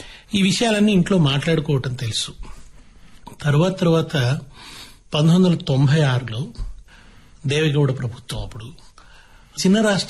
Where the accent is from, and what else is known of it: Telangana, India